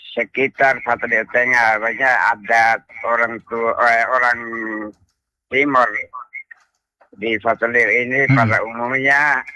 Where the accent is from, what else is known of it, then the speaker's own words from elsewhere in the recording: Betun, East Nusa Tenggara, Indonesia; Kalau kami asli Betun Besikama